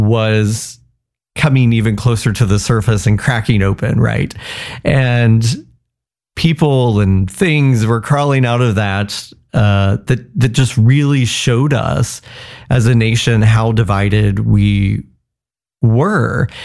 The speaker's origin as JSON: {"language": "English", "town": "Cowan", "region": "Indiana", "country": "United States", "tie": "born or raised there", "said": "my hometown of Cowan, Indiana."}